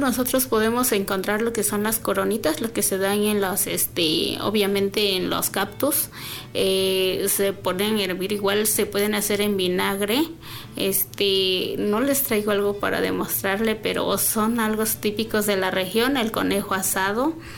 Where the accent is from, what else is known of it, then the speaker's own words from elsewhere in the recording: San Lucas Teteletitlán, Puebla, Mexico; Soy del municipio de Atezcal, mi localidad es San Lucas Teteletitlán. Hoy les vengo a compartir un poco de mi localidad.